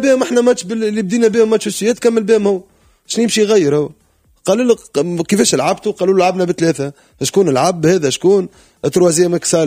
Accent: Tunisia; وحتى في قلبي انا كتونسي

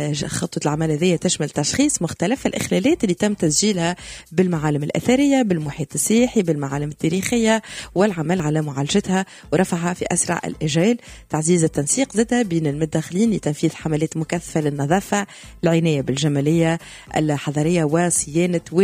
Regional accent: Tunisia; بنحكي زادة على موضوع ثاني يهم بلدي تونس

